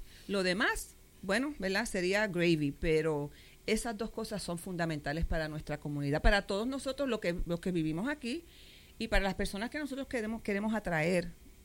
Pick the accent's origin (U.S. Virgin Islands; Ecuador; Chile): U.S. Virgin Islands; St. Croix